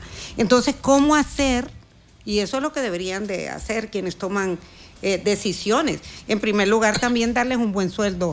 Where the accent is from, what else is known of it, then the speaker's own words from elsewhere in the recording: Honduras; Lo digo como hondureña, lo digo como ciudadana, como empresaria.